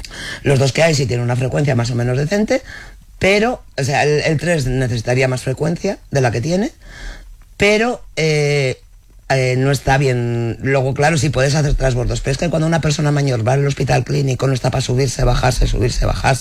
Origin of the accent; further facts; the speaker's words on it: Castile and León, Spain; mira, no celebramos las batallas perdidas, aunque somos castellanos y celebramos Villalar.